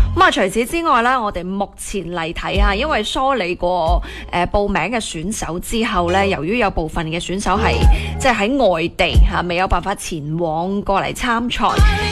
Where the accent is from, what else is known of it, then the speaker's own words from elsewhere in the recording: Guangdong, China; 作為我們廣東人來說、廣東真的很多寶藏。